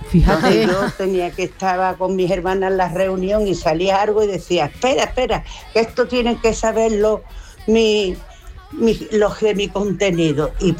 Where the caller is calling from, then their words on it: Jerez de la Frontera, Andalusia, Spain; de Jerez.